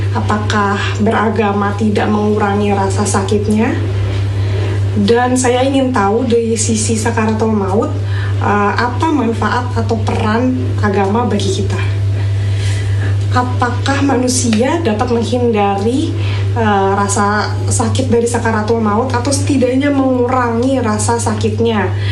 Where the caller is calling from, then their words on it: South Tangerang, Banten, Indonesia; Saya berasal dari Tangerang Selatan